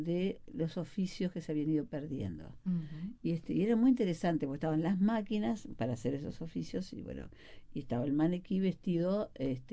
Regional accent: Montevideo, Uruguay; born there; Cerca de casa, cuando era chica, en Rivera

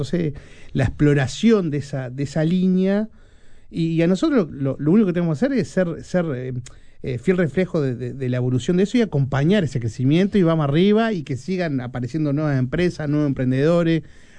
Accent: Mercedes, Soriano, Uruguay; yo soy de Mercedes

